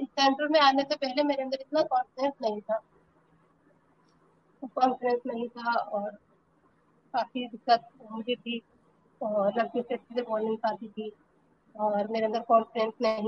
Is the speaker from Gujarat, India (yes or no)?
no; Rampur, Uttar Pradesh, India; और मैं रामपुर शहर के छोटे से मोहल्ले कलगत के रहने वाली हूँ।